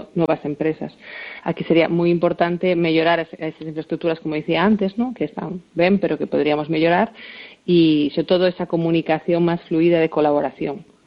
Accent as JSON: {"language": "Galician", "region": "Galicia", "country": "Spain", "said": "Pero a nivel galega, como galega falando"}